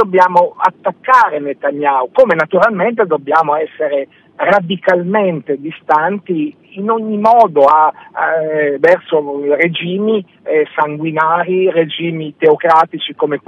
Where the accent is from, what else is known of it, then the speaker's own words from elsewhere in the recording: Umbria, Italy; io sono cresciuto a Marcia della Pace per Perugia Assisi, essendo umbro la mia prima parte della